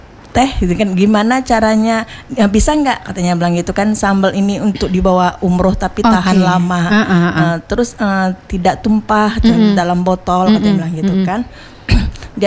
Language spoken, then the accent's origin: Indonesian; Air Molek, Riau, Indonesia; kampung saya kan di Air Molek.